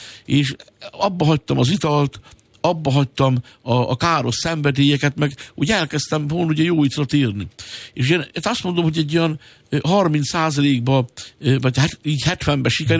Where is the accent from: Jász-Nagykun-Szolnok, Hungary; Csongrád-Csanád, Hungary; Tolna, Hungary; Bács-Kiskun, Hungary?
Jász-Nagykun-Szolnok, Hungary; Tiszapüspöki; moved away; also born or lived in Budapest; elköltözök Budapestről, tehát én nem fogok Budapestre lakni, visszamegyek a szülőfalumba, Tiszapüspökibe, és ott újra kezdem az életemet.